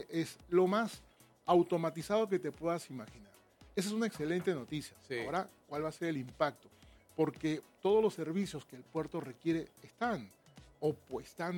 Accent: Peru; No podemos como peruanos seguir solamente pensando en el desarrollo económico.

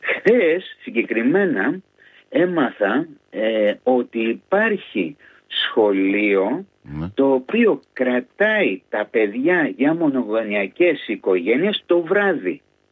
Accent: Greece; moved away as an adult; also born or lived in Gothenburg, Sweden; now in Helsingborg, Sweden; εμείς σαν Έλληνες

